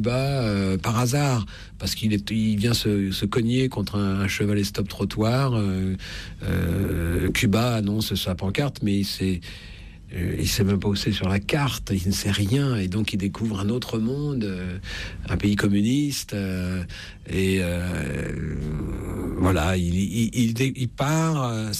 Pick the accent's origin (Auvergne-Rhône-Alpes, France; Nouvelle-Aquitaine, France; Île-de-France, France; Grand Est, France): Île-de-France, France; Paris; parce que en tant que petit parisien, je ne connaissais pas Paris, je connaissais juste mon quartier.